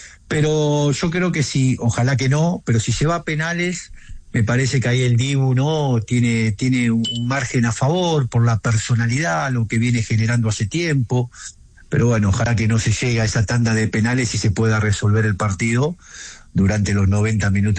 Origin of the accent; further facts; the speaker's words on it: Argentina; Como argentino, feliz de jugar otra Copa del Mundo